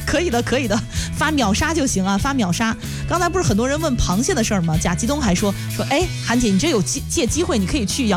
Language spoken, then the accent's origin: Chinese; Xinxiang, Henan, China; now in Zhengzhou, China; 因为我老家是新乡的，我们还是跟郑州这边的饮食比较接近，早上一般是胡辣汤啊、豆腐脑啊这些多一点啊。